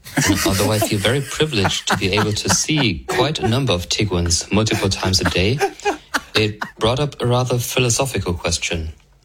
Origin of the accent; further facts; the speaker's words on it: Germany; from Germany, which is the country with the highest TPC